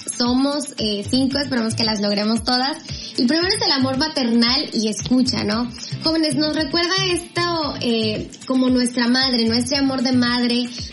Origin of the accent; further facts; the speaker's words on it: Mexico; nosotros como mexicanos